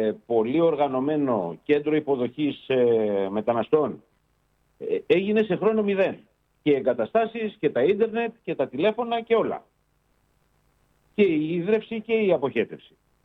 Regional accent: Samos, North Aegean, Greece; σαν δημότης της Σάμου

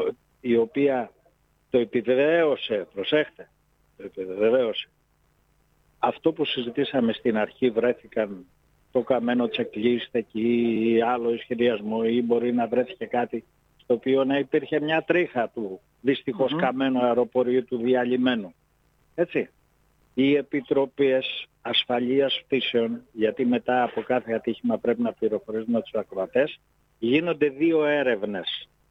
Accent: Arta, Epirus, Greece; στην πατρίδα μου, στην Άρτα

